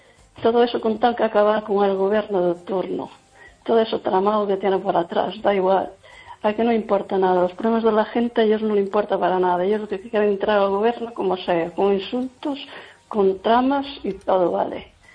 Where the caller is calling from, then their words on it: Lugo, Galicia, Spain; Hola, buenas noches.